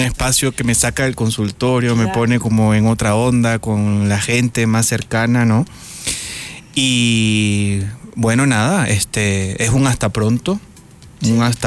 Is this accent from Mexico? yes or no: no; Venezuela; en mi país y en una parte de la costa de mi país, en el estado Vargas